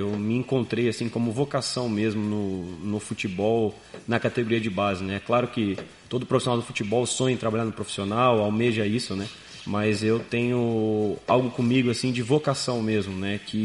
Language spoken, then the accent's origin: Portuguese; Bauru, São Paulo, Brazil; Nascido e criado em Bauru, interior de São Paulo.